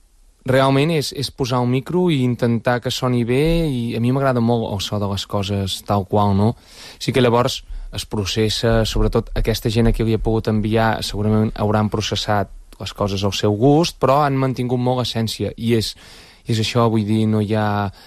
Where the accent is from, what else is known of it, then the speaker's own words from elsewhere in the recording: Torre d'Oristà, Catalonia, Spain; De la Torre d'Oristà, sí.